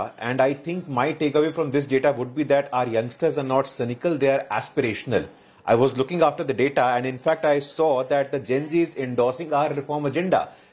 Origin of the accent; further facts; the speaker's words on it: Bihar, India; my home state of Bihar, which is the youngest state in the country